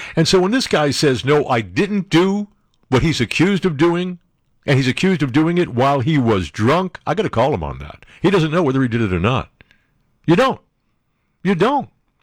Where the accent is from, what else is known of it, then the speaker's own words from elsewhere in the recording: Maine, United States; about the candidate and concerned about his potential impact on the Democratic Party's prospects in my home state.